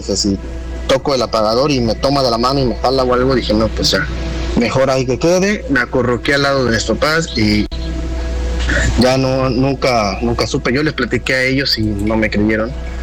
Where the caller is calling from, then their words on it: Veracruz, Mexico; soy de Veracruz.